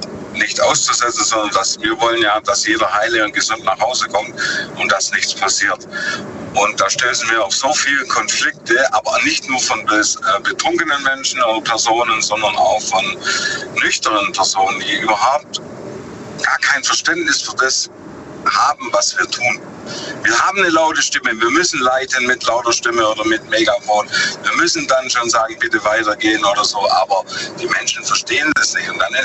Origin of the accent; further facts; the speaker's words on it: Lenningen, Baden-Württemberg, Germany; Ich bin aus Lenningen.